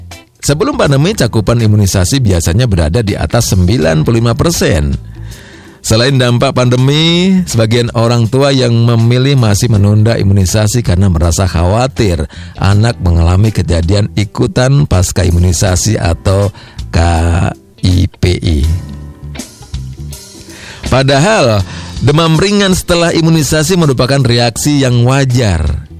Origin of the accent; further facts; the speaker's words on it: Magelang, Central Java, Indonesia; Kita sebagai warga Kota Magelang tentunya kita pun harus peduli dengan lingkungan.